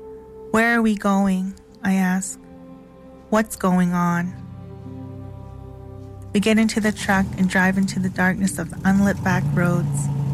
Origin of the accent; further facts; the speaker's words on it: Alberta, Canada; I am from Ghana, First Nation, Alberta. I am a residential school survivor who attended the St. Mary's Residential School